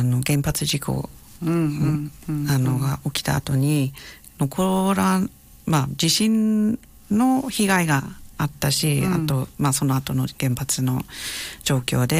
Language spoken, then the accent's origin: Japanese; New Zealand; Japanese is a second language; now in Iwaki, Japan; 私の国では毎日送る迎えしないといけないんですよ。